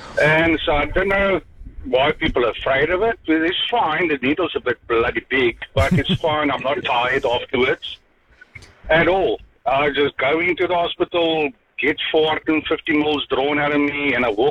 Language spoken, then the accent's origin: English; South Africa; now in New Zealand; I'm from South Africa, and there they'll use the blood for everything. But here in New Zealand, they just chuck the blood.